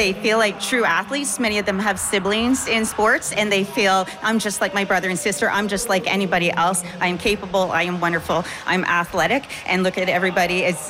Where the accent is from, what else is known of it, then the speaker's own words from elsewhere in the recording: Peterborough, Ontario, Canada; I'm from Peterborough, Ontario, and I'm here in London with my Special Olympics soccer team.